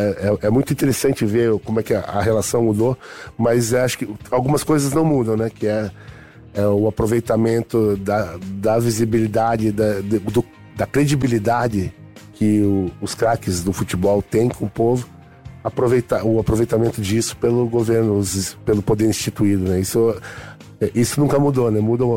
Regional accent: Paraná, Brazil; tem um sotaque, um recorte muito paranaense, tem um sotaque muito nosso, assim, a gente se reconhece muito ali nos usos, costumes, no jeito de fazer

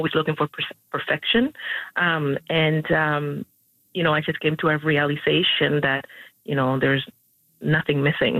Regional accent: Cuba; now in Canada

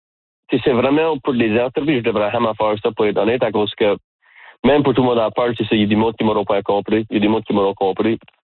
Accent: Canada; accent: accent of la Baie (Acadian); je te parle puis je m'attrape à quasiment changer mon accent. Normalement, quand je parle avec du monde qui vient pas de la baie, j'ai tendance à aplatir mon accent.

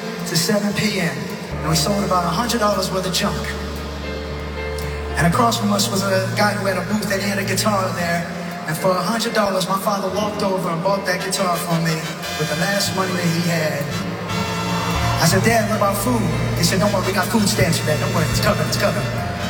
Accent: Hawaii, United States; Growing up in Hawaii

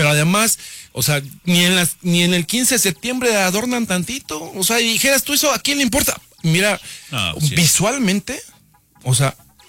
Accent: Jojutla, Morelos, Mexico; now in Cuernavaca, Mexico; Yo nací aquí en Cuernavaca. Desde chiquito me llevaron a Jojutla y la verdad me siento orgulloso porque tuve una crianza en un pueblo grande, como le puedo denominar, porque son 100,000 habitantes, no es tan chiquito

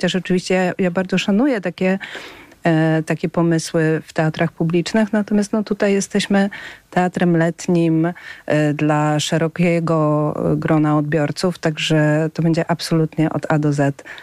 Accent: Warsaw, Masovian Voivodeship, Poland; born there; ja jestem warszawianką z urodzenia

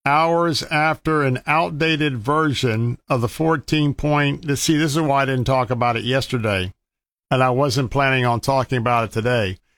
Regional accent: Tampa, Florida, United States; we're coming to you from our studios here in Tampa, Florida, my hometown, believe it or not. Yes, sirree, born and raised here. I've seen it all.

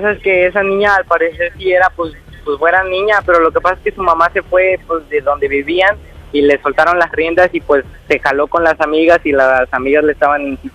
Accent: Xalapa, Veracruz, Mexico; a pesar de cuenta de que yo soy de Jalapa, pero me vine para mi santa.

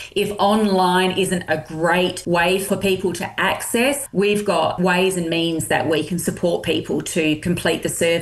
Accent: Adelaide, South Australia, Australia; how exciting that it's in my hometown of Adelaide too, which is just fabulous.

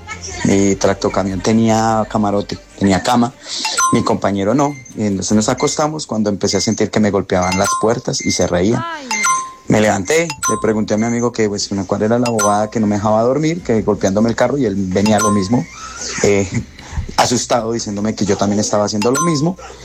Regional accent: Colombia; yo soy camionero de Colombia, tanquero, viajaba mucho a Rubiales.

